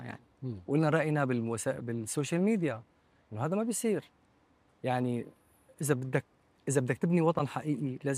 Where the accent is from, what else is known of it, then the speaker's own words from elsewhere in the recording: Syria; نحن كسوريين